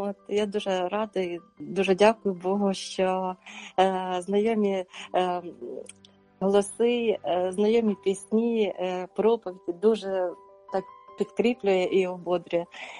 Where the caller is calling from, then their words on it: Norway; я з Норвегії.